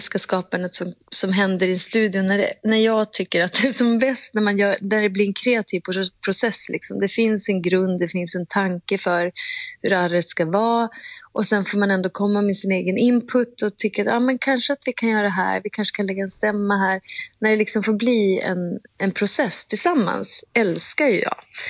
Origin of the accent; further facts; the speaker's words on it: Umeå, Västerbotten County, Sweden; Och jag är från Umeå och gick på... då hette det ju inte kulturskolan, då hette det musikskolan.